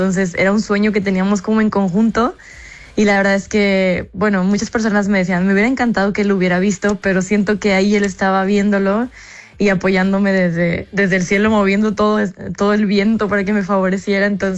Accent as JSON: {"language": "Spanish", "country": "Mexico", "said": "soy mexicano, puedo."}